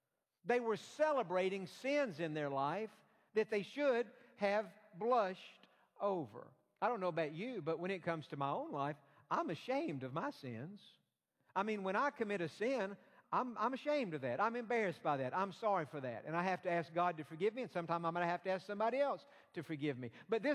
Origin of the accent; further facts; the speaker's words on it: East Point, Georgia, United States; I was born in Georgia, Atlanta, Georgia. Actually, I was born in East Point, which East Point is to Atlanta what Bel Air is to Houston. It's just right there attached to it. But I'm from Georgia.